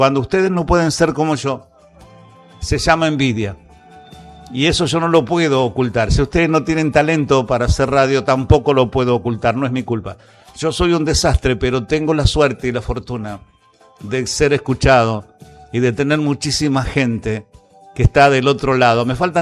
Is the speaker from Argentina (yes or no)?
yes; Argentina; ya sabemos que somos argentinos